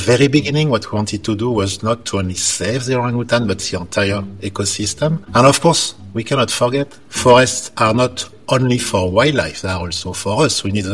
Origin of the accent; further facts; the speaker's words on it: Paris, Île-de-France, France; English is a second language; now in Malaysia; I am originally from Paris in France. That's why earlier I said bonjour. Actually, I should have said selamat pagi. This is a way we say hi here in Malaysia.